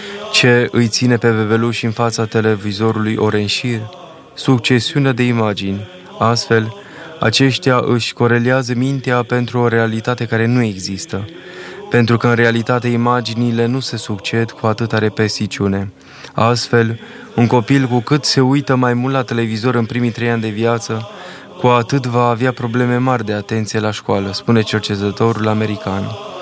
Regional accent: Romania; pentru că eu sunt român și așa mă consider ca un bun român și îmi iubesc neamul.

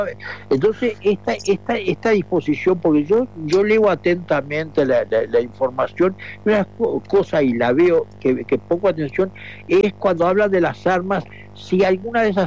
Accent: Canelones, Uruguay; yo soy un canario

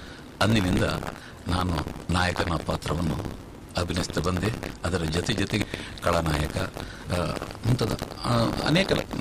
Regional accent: Mangaluru, Karnataka, India; ಬೋಳೂರ್ ಅಂದರೆ ನಾನು ಹುಟ್ಟಿದ ಊರು. ಅಂದರೆ ನಾನು ಬೋಳೂರಿನ ಹೊಯ್ಗೆ ಬೈಲಲ್ಲೇ ನಾನು ಹುಟ್ಟಿದ್ದು.

